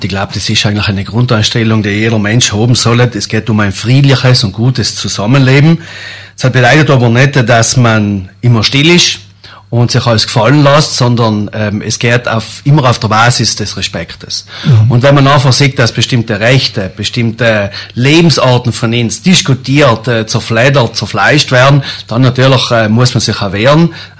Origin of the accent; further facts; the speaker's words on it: Trentino-Alto Adige, Italy; so wie wir es als Tiroler, als Alpenvolk gewesen sein, die Leute herzlich willkommen zu heißen, aber auch zu sagen, wer wir sein.